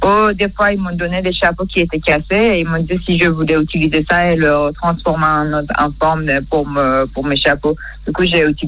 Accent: Iran; moved away; mon pays natal, Iran.

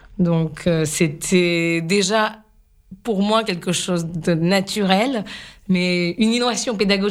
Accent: Mumbai, Maharashtra, India; first language Gujarati; French is a second language; moved away as an adult; now in France; moi je suis originaire de l'Inde, donc née dans une ville qui s'appelle Mumbai en Inde. Et j'ai fait toutes mes études en Inde.

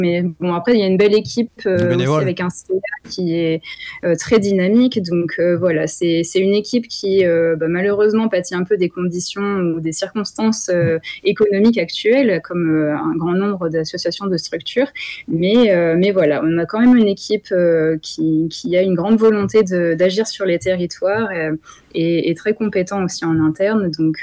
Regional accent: Île-de-France, France; moved away as an adult; now in Toulouse, France; Pas du tout, comme mon accent le l'indique. Non, je suis de région parisienne et je suis descendue à Toulouse il y a 5 ans.

